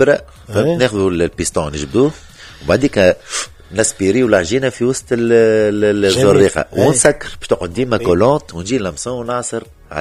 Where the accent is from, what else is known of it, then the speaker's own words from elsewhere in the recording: Tunisia; ولهنا موجود عندنا في تونس.